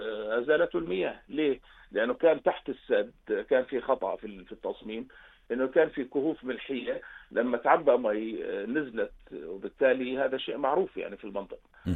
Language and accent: Arabic; Jordan; هذا ما هوش موجود عندنا بالاردن